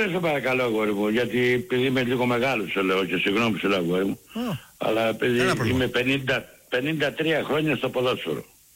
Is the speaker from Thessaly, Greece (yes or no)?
no; Peloponnese, Greece; επειδή είμαι και Λάκωνας να είναι από την πατρίδα μου.